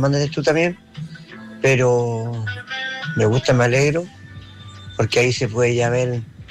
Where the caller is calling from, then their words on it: Valparaíso, Chile; Saludos de acá de Valparaíso, Luis.